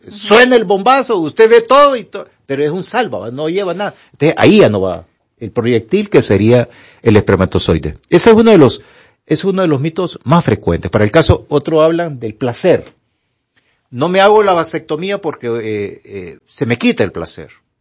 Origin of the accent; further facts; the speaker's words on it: Honduras; la tormenta que pasamos nosotros como hondureños.